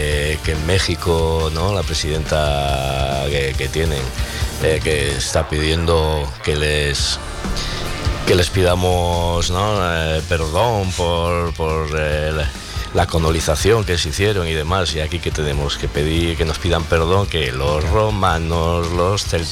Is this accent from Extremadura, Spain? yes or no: no; Cantabria, Spain; born there; Castellano de origen, sí. Yo soy cántabro.